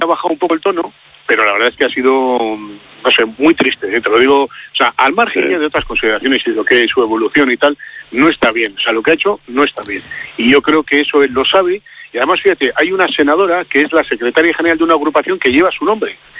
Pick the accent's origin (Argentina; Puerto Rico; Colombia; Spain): Spain; Basque Country; los que somos vascos